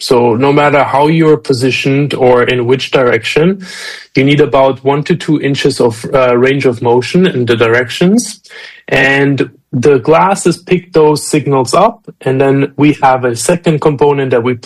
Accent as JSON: {"language": "English", "country": "Germany", "tie": "born or raised there", "also_born_or_lived": "Romania", "second_language": "English", "said": "I am originally from Romania, was born in Romania, but grew up in Germany. So we moved to Germany when I was around 6-7 years old, and just did my high school there"}